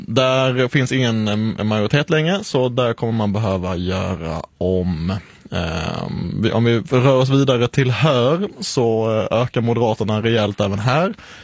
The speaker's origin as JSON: {"language": "Swedish", "town": "Abbekås", "region": "Skåne", "country": "Sweden", "said": "Inte Mittskåne, jag är från kusten. Jag är från Abbekås nere på södern."}